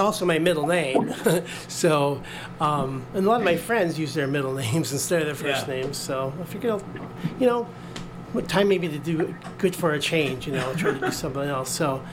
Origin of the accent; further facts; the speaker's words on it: Washington, United States; born there; We lived in Washington State, kind of off the Olympic Peninsula.